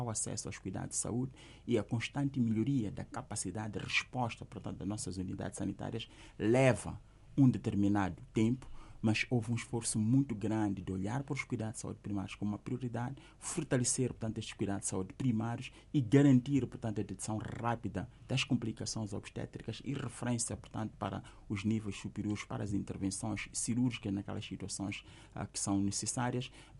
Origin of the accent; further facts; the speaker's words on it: Mozambique; uma mulher, para sair de casa à maternidade, nós somos moçambicanos, há uma série de aspectos culturais que devem ser observados.